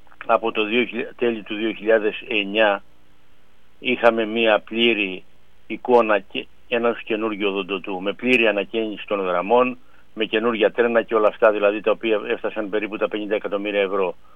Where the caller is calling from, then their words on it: Kato Zachlorou, Western Greece, Greece; όπως λέμε και στο χωριό μου, στην Κάτω Ζαχλωρού